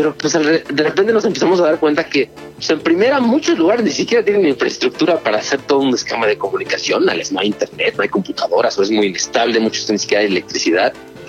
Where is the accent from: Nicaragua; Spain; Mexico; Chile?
Mexico; Mexico City; now in Valle de Bravo, Mexico